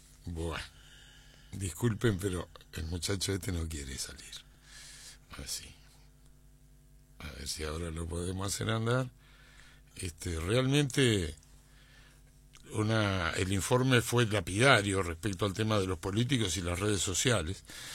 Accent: Uruguay; En Uruguay se hacen 1.200 para todo el Uruguay, que somos 2 millones de votantes.

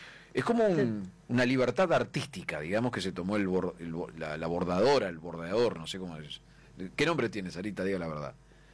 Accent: Uruguay

